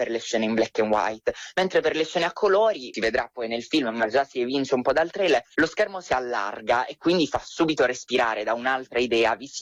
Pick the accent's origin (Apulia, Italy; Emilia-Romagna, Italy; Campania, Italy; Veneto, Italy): Apulia, Italy; Io sono pugliese